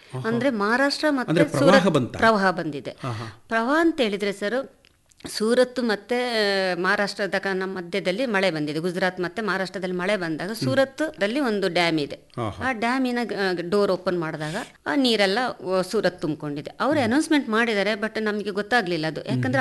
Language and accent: Kannada; Kodagu, Karnataka, India; born there